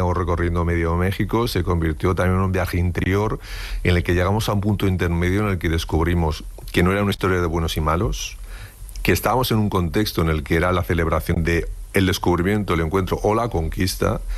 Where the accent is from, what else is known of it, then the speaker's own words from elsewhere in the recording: Aragon, Spain; me dio por explorar como buen aragonés la persona de Luis Buñuel